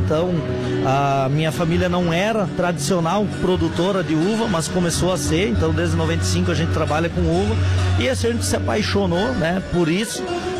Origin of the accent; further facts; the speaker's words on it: São Miguel do Oeste, Santa Catarina, Brazil; born there; Eu nasci em São Miguel do Oeste, Santa Catarina, então são daquela leva dos gaúchos que foram atrás das terras novas para Santa Catarina, para o Paraná e para o mundo, né?